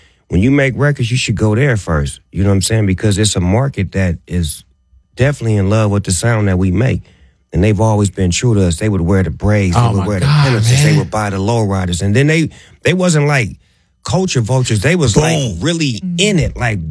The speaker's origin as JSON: {"language": "English", "town": "Long Beach", "region": "California", "country": "United States", "said": "I was afraid in the beginning because I'm so local. I'm from Long Beach and Winley in Long Beach."}